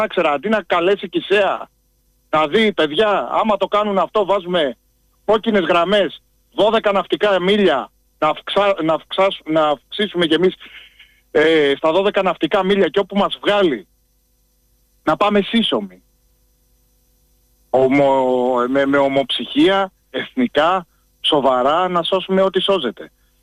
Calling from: East Macedonia and Thrace, Greece; εγώ κατάγομαι από τον Εύρο, κατάγομαι.

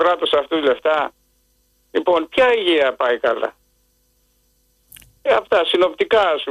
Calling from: Nikaia, Attica, Greece; από τη Νίκαια

